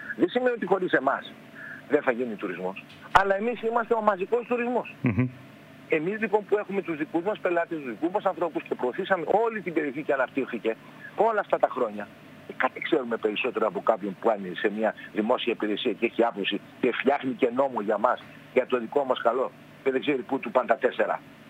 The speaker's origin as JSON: {"language": "Greek", "area": "Kastellorizo", "region": "South Aegean", "country": "Greece", "said": "Είμαι και εγώ νησιώτης από το Καθελόριζο."}